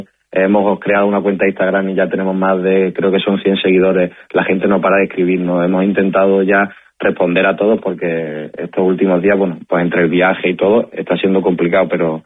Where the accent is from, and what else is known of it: Ceuta, Spain